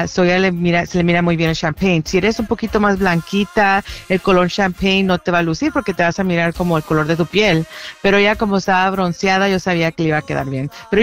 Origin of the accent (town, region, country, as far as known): El Salvador; now in Downey, United States